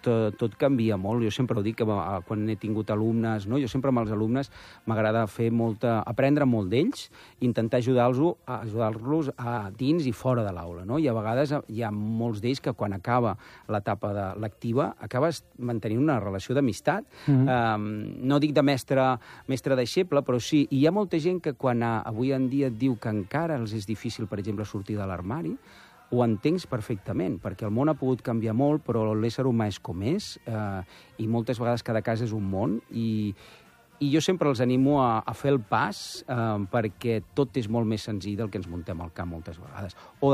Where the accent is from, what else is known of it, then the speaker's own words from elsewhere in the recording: Barcelona, Catalonia, Spain; del 86, a la Vila de Barcelona, i vivia en un barri del qual jo ara n'estic exiliat. Jo sempre dic que sóc un exiliat del Poble Nou.